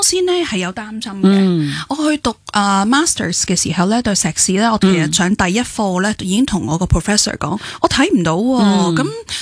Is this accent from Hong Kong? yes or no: no; Canada; 其实我喺外国长大嘅，我喺加拿大长大。